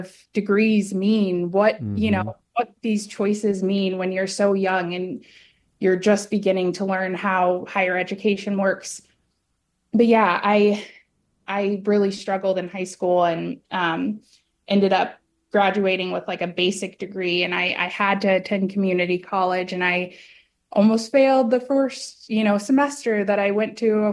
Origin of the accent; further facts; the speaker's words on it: Texas, United States; so they ended up moving their family to Texas. So I'm actually originally from Texas.